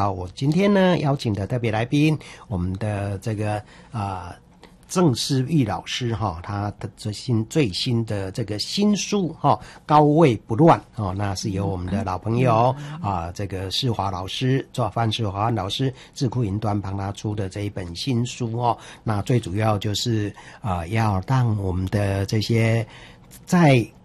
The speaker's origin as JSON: {"language": "Chinese", "region": "Changhua County", "country": "Taiwan", "tie": "born or raised there", "said": "这个是我彰化是我的老家啦"}